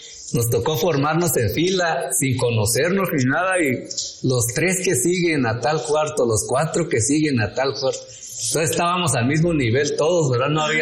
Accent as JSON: {"language": "Spanish", "region": "Oaxaca", "country": "Mexico", "tie": "born there", "moved": "yes", "said": "donde tomaba el carro para mi pueblo."}